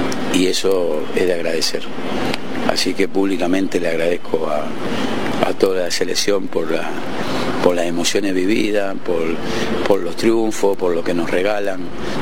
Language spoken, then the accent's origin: Spanish; Argentina; Soy argentino